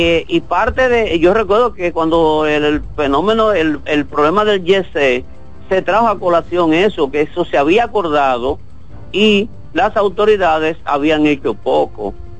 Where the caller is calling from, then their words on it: Santiago de los Caballeros, Santiago, Dominican Republic; de Santiago.